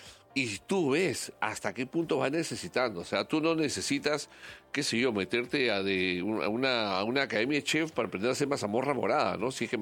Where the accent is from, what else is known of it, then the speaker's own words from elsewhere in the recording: Peru; Nosotros a veces como peruanos